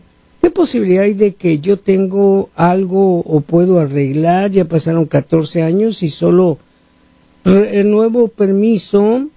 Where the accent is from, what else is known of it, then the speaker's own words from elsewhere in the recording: Guatemala; now in United States; Mi pregunta es, ¿no afecta la pausa de los 75 países? Yo soy de Guatemala.